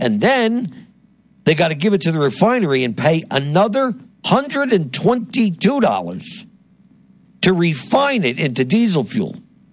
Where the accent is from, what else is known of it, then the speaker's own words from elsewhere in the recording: New Jersey, United States; my home state of New Jersey.